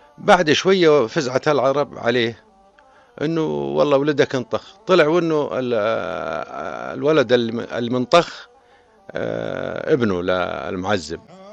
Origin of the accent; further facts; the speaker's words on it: Jordan; ونتعامل معهم أخواننا أيضا السوريين الموجودين عندنا بالأردن